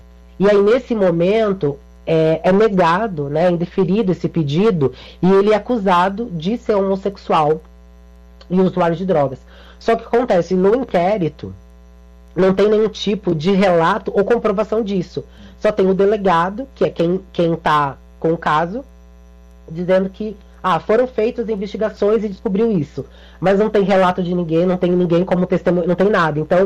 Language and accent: Portuguese; Rio Grande do Sul, Brazil; Eu sou gaúcho.